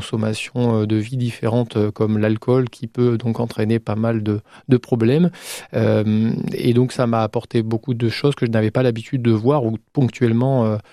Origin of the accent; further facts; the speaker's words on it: Nouvelle-Aquitaine, France; Oui, alors moi je suis basque d'origine, ma femme est basque, tout nous poussait à nous installer au Pays Basque.